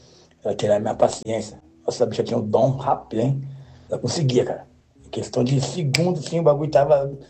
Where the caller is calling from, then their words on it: Guarulhos, São Paulo, Brazil; de Guarulhos.